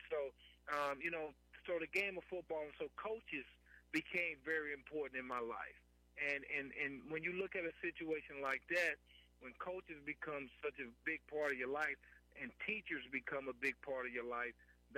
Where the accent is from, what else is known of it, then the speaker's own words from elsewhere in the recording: Lawton, Oklahoma, United States; I grew up, again, in Lawton, Oklahoma.